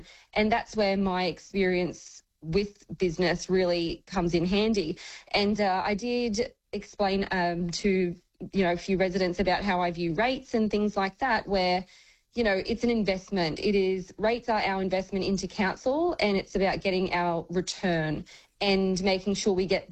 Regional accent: Alice River, Queensland, Australia; also born or lived in Tumulla; I grew up in Alice River from the moment I was born.

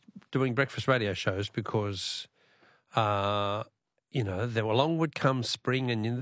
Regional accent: Tasmania, Australia; I was, because I grew up in Tassie, as everyone knows, yeah.

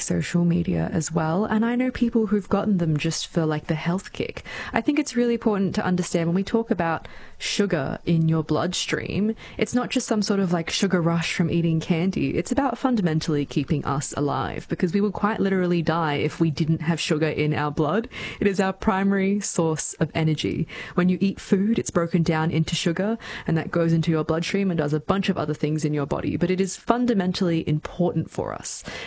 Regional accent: Gold Coast, Queensland, Australia; born or raised there

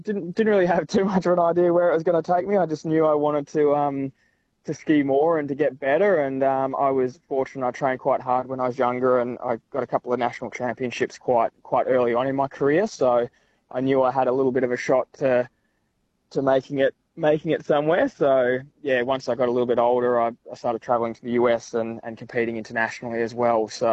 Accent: Albany, Western Australia, Australia; now in Cairns, Australia; represent, you know, Australia and also Albany, my hometown, and Western Australia, my home state.

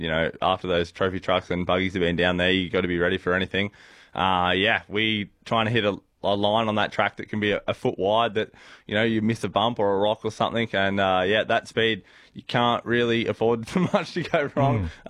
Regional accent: Mildura, Victoria, Australia; We're from Mildura.

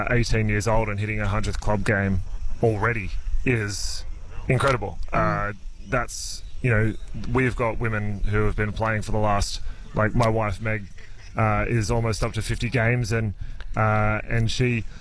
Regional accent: Melbourne, Victoria, Australia; also born or lived in Adelaide / Sydney; now in Dubbo, Australia; Oh, I'm originally from Adelaide. Grew up Melbourne, but then, with families moving around, with Dad's work, we followed our way up to Sydney and then moved to Dubbo

